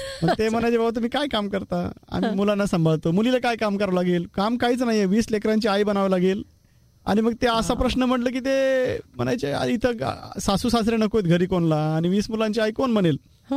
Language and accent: Marathi; Maharashtra, India; महाराष्ट्रामध्ये परभणी जिल्ह्यामध्ये माझं छोटं गाव आहे. आणि गावामध्ये माझं सगळं शिक्षण झालं.